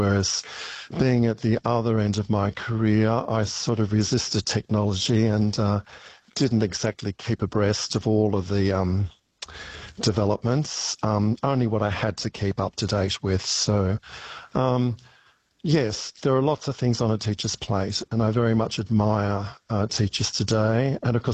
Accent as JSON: {"language": "English", "town": "Sydney", "region": "New South Wales", "country": "Australia", "tie": "born or raised there", "lives_now": "Darwin, Australia", "said": "I grew up in Sydney, where I went to school, where my family lived, where I went to university."}